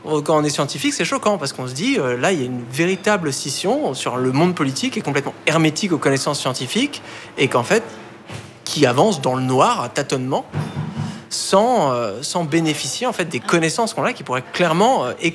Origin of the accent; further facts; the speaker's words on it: Bailly, Île-de-France, France; Oui, ça s'appelle Bailly, c'est un petit village hein, de quelques milliers d'habitants, c'est quand même la campagne, hein, c'est coincé entre les plaines de Versailles, dont un grand domaine agricole, et la forêt de Marly.